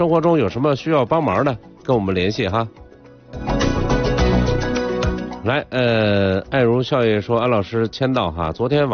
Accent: Shanxi, China; 咱们山西啊，虽然说是这个一个省，但是呢山西南北它有很多的不同，包括语言呢，习惯呢

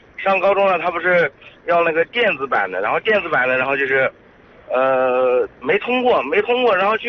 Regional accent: Hubei, China; moved away; 我跟我老家那边湖北那边打电话

